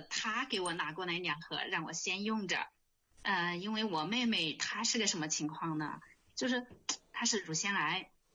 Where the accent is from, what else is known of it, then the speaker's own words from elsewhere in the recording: Hunan, China; 哎，我是湖南的。